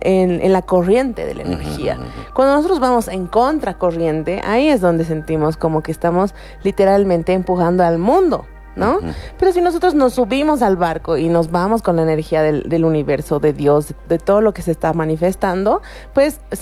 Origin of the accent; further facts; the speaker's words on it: Bolivia; nuestra meta en la vida como bolivianos, se activa en octubre